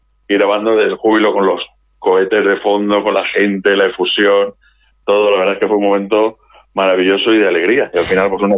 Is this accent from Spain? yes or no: yes; Elda, Valencian Community, Spain; Todos los que pues somos de Elda